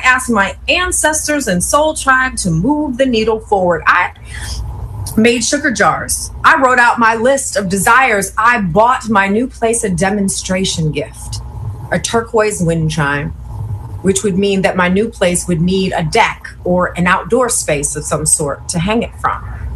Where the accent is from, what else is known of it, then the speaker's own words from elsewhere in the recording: Bucks County, Pennsylvania, United States; moved away; where I grew up in Bucks County.